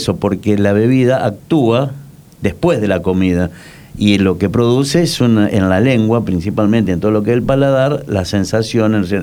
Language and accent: Spanish; Argentina; como somos los argentinos